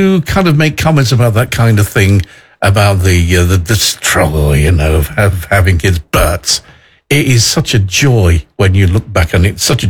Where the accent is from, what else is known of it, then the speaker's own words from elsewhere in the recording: Loscoe, East Midlands, United Kingdom; moved away; when I was growing up in Losca.